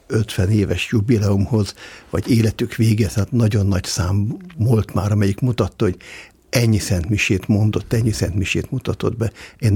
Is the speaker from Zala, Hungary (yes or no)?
no; Budapest, Hungary; jelenleg az 5. generációban élünk a 8. kerületben, a tisztviselőtelepen, és ott születtem, ott nőttem föl 4 testvéremmel együtt